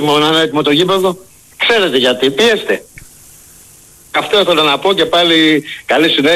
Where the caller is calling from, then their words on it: Nea Filadelfeia, Attica, Greece; από την Ευρωζώνη και Νέα Φιλαδέλφια.